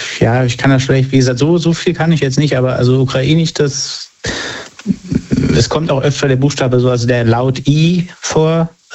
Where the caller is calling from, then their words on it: Rhineland-Palatinate, Germany; Westerwald.